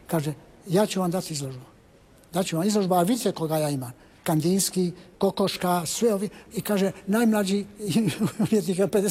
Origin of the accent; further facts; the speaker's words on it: Croatia; now in Toronto, Canada; imali smo te godišnje izložbe nas Hrvata